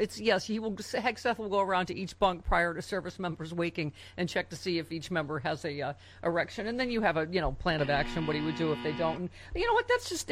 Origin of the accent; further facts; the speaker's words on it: Buffalo, New York, United States; Can I just say, my hometown gave the middle finger to Trump yesterday, and I apologize, Angela V. Shelton of the Detroit Sheltons, but my Buffalo Bills beat your Detroit Lions last night.